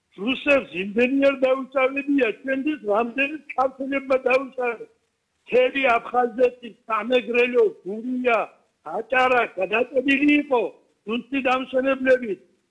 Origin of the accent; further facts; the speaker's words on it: Abkhazia, Georgia; moved away as an adult; მე აფხაზეთში გავიზარდე. იქ ვისწავლე, იქ ავიდი ფეხი და ეხლა უკვე პატარა არა ვარ. 70 წელს ვარ